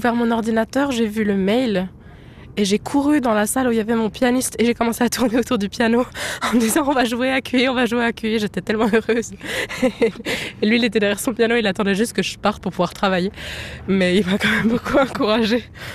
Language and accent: French; Jura, Switzerland; moved away as an adult; Je viens du Jura, donc j'étais pas ici. Et quand je suis arrivée pour la pré-pro à Lausanne